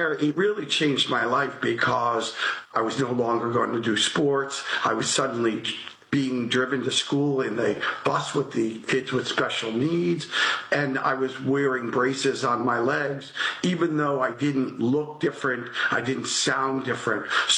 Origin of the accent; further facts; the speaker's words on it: Old Bridge, New Jersey, United States; In Old Bridge, New Jersey, and I'm the middle of three boys.